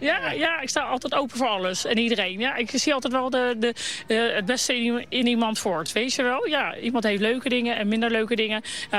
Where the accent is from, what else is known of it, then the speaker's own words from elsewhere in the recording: The Hague, South Holland, Netherlands; ik kom uit Den Haag.